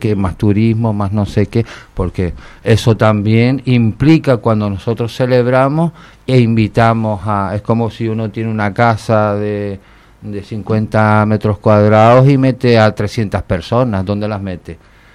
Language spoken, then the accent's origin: Spanish; Canary Islands, Spain; Somos, canarios seremos.